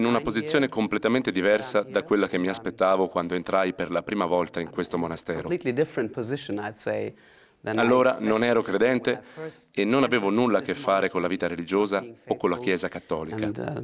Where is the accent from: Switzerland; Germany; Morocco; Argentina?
Germany; now in Heiligenkreuz, Austria; ho 38 anni e sono monaco qui ad Heiligenkreuz dal 2006. Sono tedesco e la prima volta che sono venuto qui, a dire il vero, ero solo alla ricerca di un po' di pace.